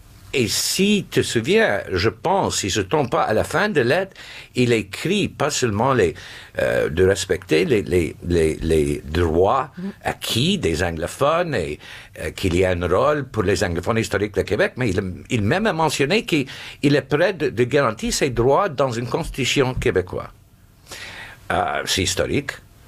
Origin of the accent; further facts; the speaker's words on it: France; now in Montreal, Canada; je viens de la France.